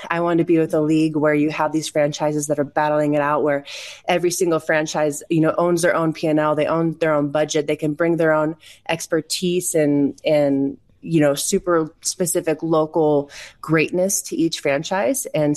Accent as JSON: {"language": "English", "region": "California", "country": "United States", "tie": "born or raised there", "said": "I'm from the Bay Area. NorCal changed my life growing up in the environment, you know, in the 80s and 90s with the Warriors and the Niners and the Giants"}